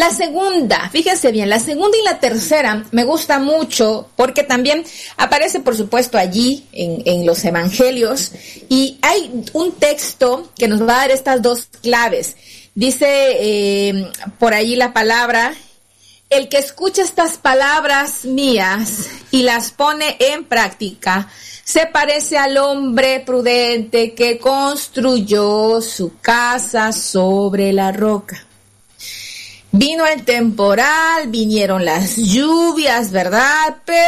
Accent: Minatitlán, Veracruz, Mexico; moved away; yo soy originaria de Veracruz, y en Veracruz, ¿verdad? Para quienes han estado por allí, bueno, no es exactamente el puerto, sino Minatitlán, Veracruz. Estamos más o menos cerca de Chiapas, allí nací.

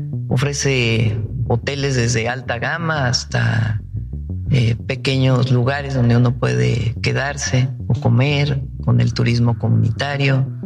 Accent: Mexico; Lo lo que somos las mexicanas y los mexicanos.

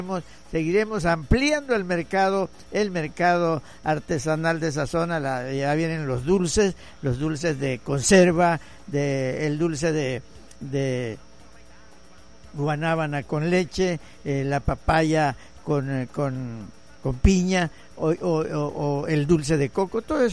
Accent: Cuyo Álvaro Obregón, Tabasco, Mexico; moved away; de mi pueblo, allá del Cuyo Álvaro Obregón, de la colonia Berriozábal, Francisco J. Berriozábal, y también allá de Torno Largo

